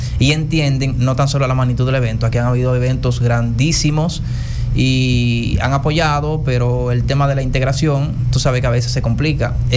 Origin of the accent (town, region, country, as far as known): Dominican Republic